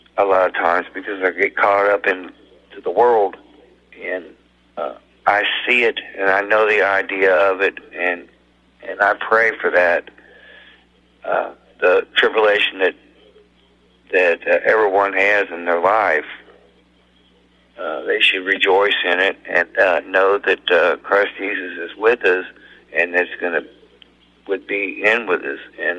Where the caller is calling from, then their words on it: Ludlow, Kentucky, United States; I'm calling from Ludlow, Kentucky. I listen to you on the Cincinnati station here. I've listened to you a long time.